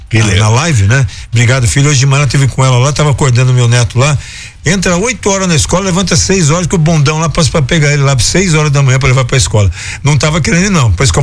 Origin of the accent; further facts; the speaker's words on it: São Bernardo do Campo, São Paulo, Brazil; Eu falo São Bernardo porque eu sou de São Bernardo, então eu puxo o R.